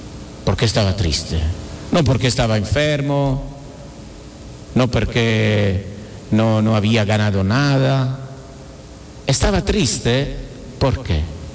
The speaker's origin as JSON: {"language": "Spanish", "country": "Italy", "second_language": "Spanish", "moved": "as an adult", "lives_now": "Guatemala", "said": "en mi país, a Italia"}